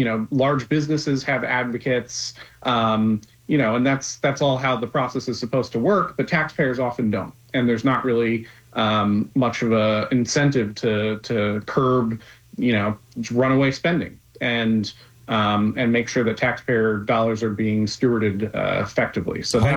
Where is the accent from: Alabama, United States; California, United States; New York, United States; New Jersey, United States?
New Jersey, United States; So I grew up in New Jersey. I had firsthand experience of one of the worst taxing situations in the country.